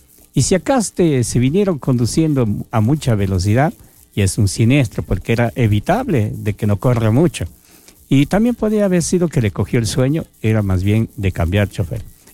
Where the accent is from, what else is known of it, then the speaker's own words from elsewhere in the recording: Ambato, Tungurahua, Ecuador; Saludos, don Ambate, desde Ambato, mi tierra, mi estimada.